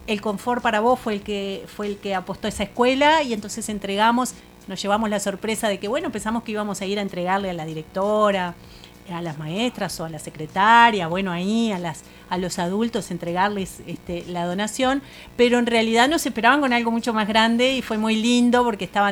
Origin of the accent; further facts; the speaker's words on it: Tacuarembó, Uruguay; Yo soy de Tacuarembó